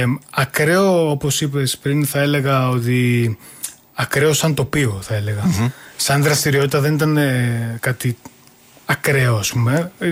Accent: Peloponnese, Greece; Είμαστε όλοι Πελοποννήσιοι, όπως είπαμε. Τέσσερις είμαστε από τη Σπάρτη και ένας είναι από το Άργος.

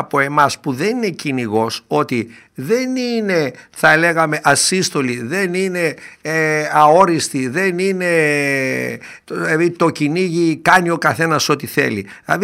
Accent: Doirani, Central Macedonia, Greece; Όταν ήμασταν μικροί εκεί στο χωριό μου στη Δοϊράνη

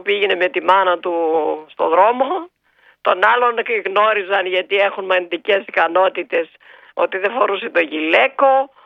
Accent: Ioannina, Epirus, Greece; ήμουνα τα ωραία Γιάννενα, τρελαίνομαι για τα Γιάννενα, καλά δεν πέφτω κάτω, καθόλου, επειδή είναι η πατρίδα μου.

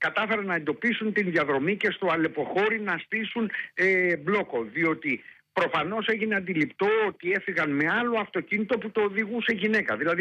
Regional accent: Dafni, Western Greece, Greece; στην Δάφνη Καλαβρίτων, εκεί στην πατρίδα μου

